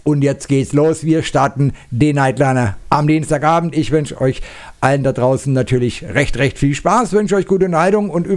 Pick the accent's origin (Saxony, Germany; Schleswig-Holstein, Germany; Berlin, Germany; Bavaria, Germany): Bavaria, Germany; ich komme hier aus Mittelfranken und mein Sendestudio befindet sich natürlich auch hier.